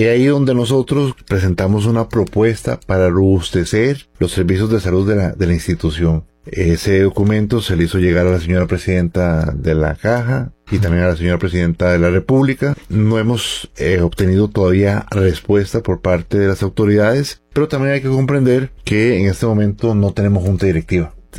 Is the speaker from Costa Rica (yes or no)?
yes; Costa Rica; uno como costarricense